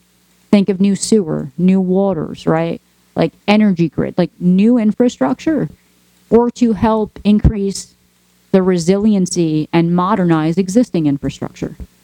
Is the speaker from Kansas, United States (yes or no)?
no; Hudson Valley, New York, United States; I grew up here in the Hudson Valley.